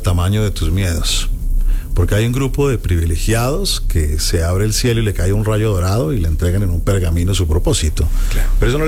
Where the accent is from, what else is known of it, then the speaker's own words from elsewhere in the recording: Bogotá, Colombia; Vengo desde Colombia.